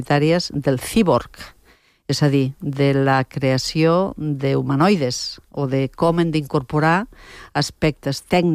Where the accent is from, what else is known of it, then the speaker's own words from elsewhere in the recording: Catalonia, Spain; accent: Ponent; I a més em sorprèn l'accent de Ponent que tinc. Tinc un accent de Ponent total.